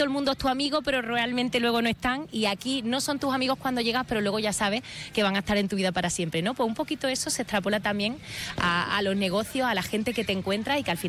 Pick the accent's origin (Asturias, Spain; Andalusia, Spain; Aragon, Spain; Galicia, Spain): Andalusia, Spain; Huelva; moved away as an adult; now in Granada, Spain; yo llevo aquí 17 años en Granada, yo soy de Huelva